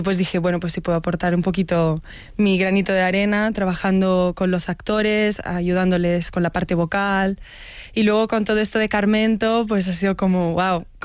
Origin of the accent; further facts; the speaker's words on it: Brazil; now in Barcelona, Spain; y, bueno, pues sí, efectivamente soy de Brasil. Me pilla un poco lejos esto de Alcázar de San Juan.